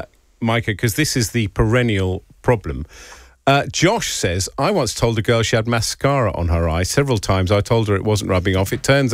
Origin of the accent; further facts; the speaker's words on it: United Kingdom; We are British.